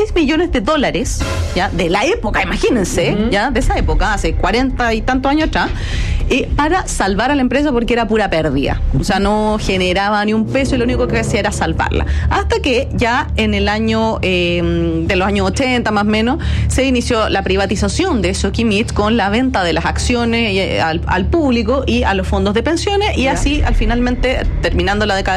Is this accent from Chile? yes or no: yes; Chile